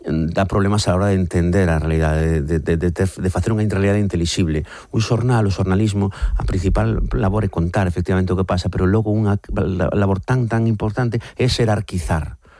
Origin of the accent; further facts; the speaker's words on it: Sanxenxo, Galicia, Spain; son dun pobo, vivín anos nun pobo, pasa que o meu pobo en verán non é un pobo exactamente, San Senso, eso de pobo ten pobo.